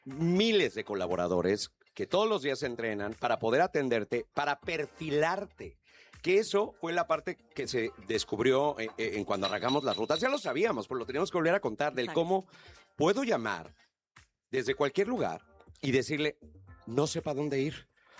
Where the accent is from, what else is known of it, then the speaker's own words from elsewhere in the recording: Mexico; nosotros como mexicanos